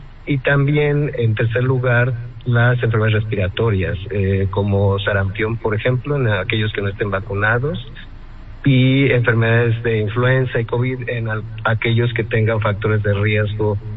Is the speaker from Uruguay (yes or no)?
no; Mexico; nosotros mexicanos